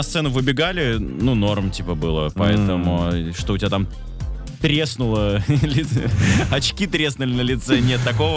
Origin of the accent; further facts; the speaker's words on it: Magadan, Magadan Oblast, Russia; А я из Магадана, я не видел.